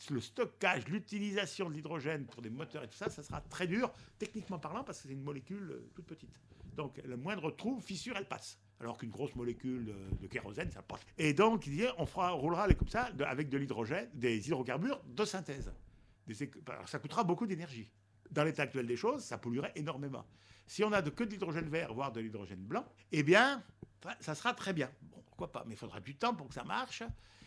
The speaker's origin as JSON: {"language": "French", "region": "Auvergne-Rhône-Alpes", "country": "France", "said": "sous le Massif Central, je suis auvergnat, les gens se rencontrent."}